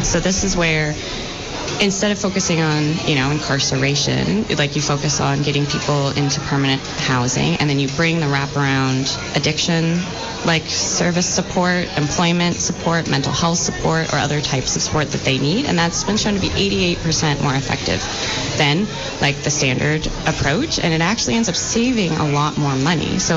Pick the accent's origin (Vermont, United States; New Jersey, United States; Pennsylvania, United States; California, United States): Vermont, United States; born or raised there